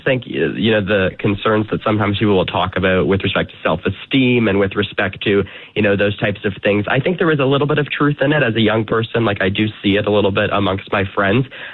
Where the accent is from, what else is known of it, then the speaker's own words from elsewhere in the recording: Ontario, Canada; Canada, where I'm speaking to you from, I'm from Toronto, about an hour east of Toronto.